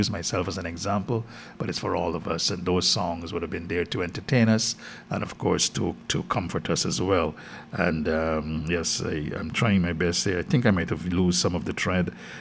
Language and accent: English; Demerara-Mahaica, Guyana; I grew up on the East Bank